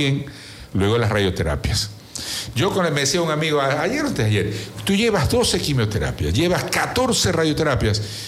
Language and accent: Spanish; Quevedo, Los Ríos, Ecuador; yo sí creo que tengo un compromiso con mi tierra.